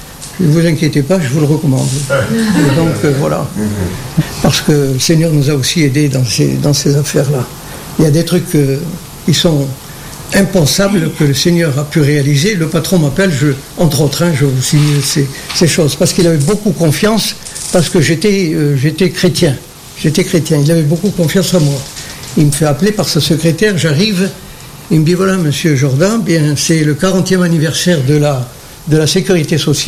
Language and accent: French; Algeria; me dit, d'où tu es, toi? Je suis d'Algérie.